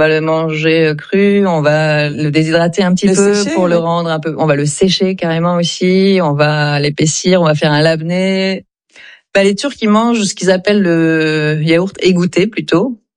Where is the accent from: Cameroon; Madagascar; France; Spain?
France; also born or lived in Istanbul, Turkey; Moi, j'ai grandi en France de mes 6 ans à mes 15 ans. Ensuite, j'étais à Istanbul. Après, je suis revenue à Paris.